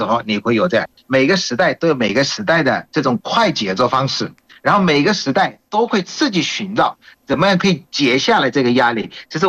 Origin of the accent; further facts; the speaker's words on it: Bangladesh; Chinese is a second language; now in China; 我是来自于孟加拉国的